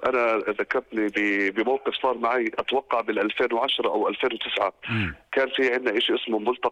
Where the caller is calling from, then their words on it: Jordan; إحنا كأردنيين